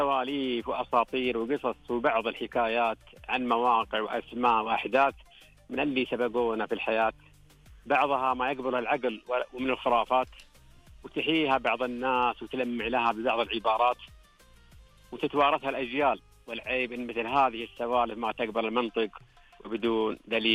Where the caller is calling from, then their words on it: Taif, Makkah Province, Saudi Arabia; أنا أكلم من الطائف